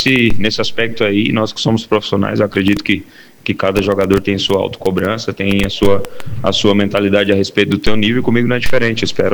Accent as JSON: {"language": "Portuguese", "region": "Goiás", "country": "Brazil", "also_born_or_lived": "Spain / Croatia", "moved": "yes", "said": "Sou goiano. Fui para a Espanha em 2015. Fiquei 10 anos na Espanha, um ano na Croácia e hoje estou de volta."}